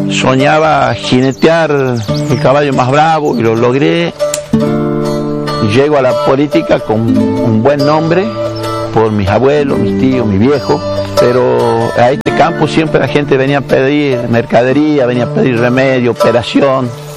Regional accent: Argentina; Y los tranqueños necesitamos despegar y vivir como tenemos que vivir los tranqueños. Yo me voy a morir acá.

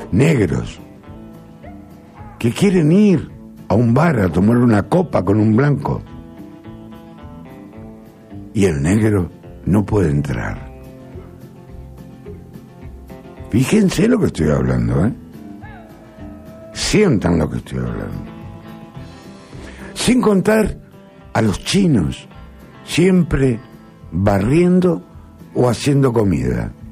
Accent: Argentina; somos argentinos.

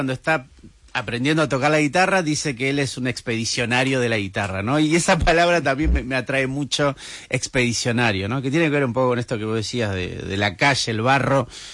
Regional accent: Corrientes, Argentina; como parte de la clase baja de este país, de la clase migrante también migrante, de este país, yo soy correntino, te das cuenta que atraviesa todo, ¿no?

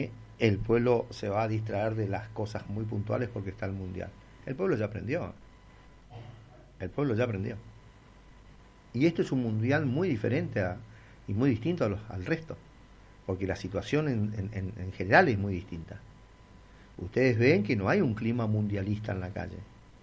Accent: Argentina; Yo como argentino quiero ganar.

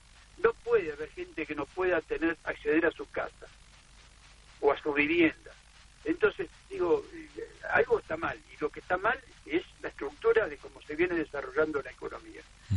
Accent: Argentina

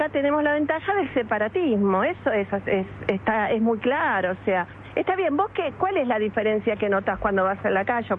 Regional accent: Argentina; now in Spain; Cuando yo voy a algún lugar, ¡ay, qué lindo sos argentina, qué lindo que hablas!

